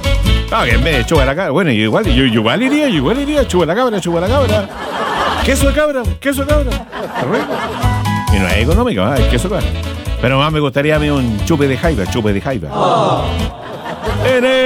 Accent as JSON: {"language": "Spanish", "country": "Chile", "said": "¿Somos o no somos buenos chilenos?"}